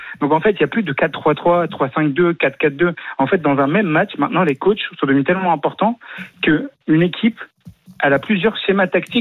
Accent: Lyon, Auvergne-Rhône-Alpes, France; J'en parle parce que je suis lyonnais.

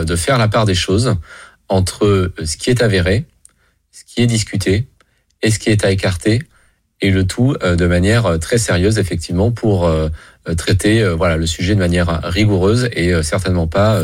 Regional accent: France; en tant que Français, en tant qu'Européens.

